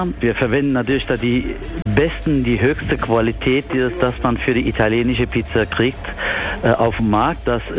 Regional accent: Turkey; Als Türke

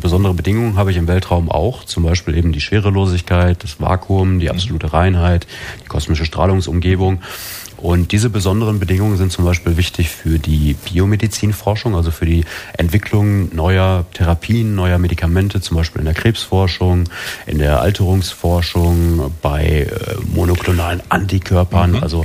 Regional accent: North Rhine-Westphalia, Germany; moved away as an adult; also born or lived in Baden-Württemberg; now in Lichtenau, Germany; Ich komme gebürtig aus NRW. Ich glaube, man hört was so ein bisschen.

